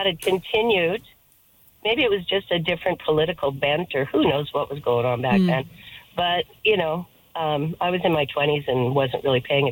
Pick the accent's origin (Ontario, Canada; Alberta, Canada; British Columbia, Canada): British Columbia, Canada; Vancouver; now in Victoria, Canada; Vancouver's my hometown, although I live in Victoria now.